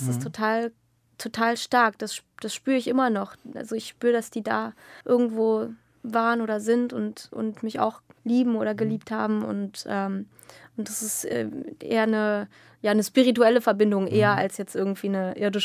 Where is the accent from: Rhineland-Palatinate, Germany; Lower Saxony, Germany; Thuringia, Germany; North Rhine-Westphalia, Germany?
Thuringia, Germany; Jena; born there; Ich bin in Jena geboren, ja. Die einen saßen in Berlin, die anderen in Spanien. Meine Mutter kommt aus Spanien.